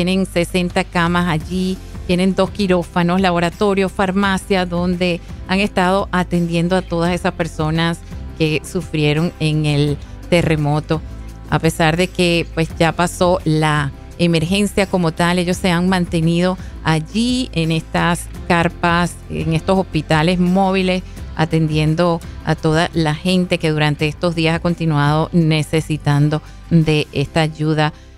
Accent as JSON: {"language": "Spanish", "country": "Venezuela", "said": "como venezolana, quiero darle las gracias a la organización Samaritan's Purse por estar en mi país, Venezuela"}